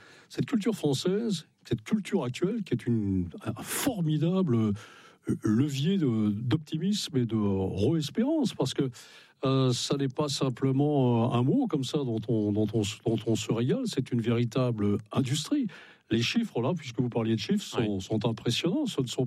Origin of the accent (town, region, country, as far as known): Brittany, France